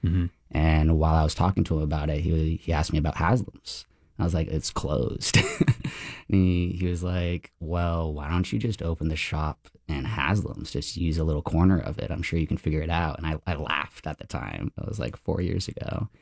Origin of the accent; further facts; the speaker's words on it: Largo, Florida, United States; also born or lived in St. Petersburg, Florida / Brazil; So my parents moved to St. Pete pretty much right when I got born. I was born in St. Pete. My dad took me there a few times. Then we moved to Largo.